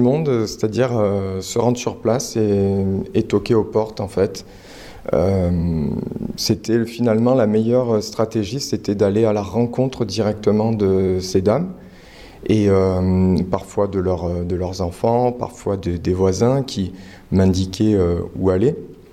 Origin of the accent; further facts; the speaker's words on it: Auvergne-Rhône-Alpes, France; moi, je suis originaire d'Ardèche, du sud de l'Ardèche, donc une ruralité, quand bien même je ne suis pas de famille paysanne, absolument pas, plutôt famille ouvrière, mais étant jeune à la campagne, j'ai travaillé dans les champs, les vendanges